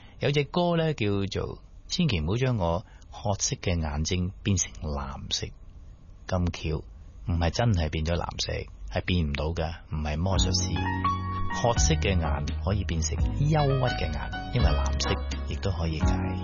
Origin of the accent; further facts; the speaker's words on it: Guangdong, China; 我哋广东人咧就好简单嘅，啊呢种咩颜色系咖啡色啊嘛。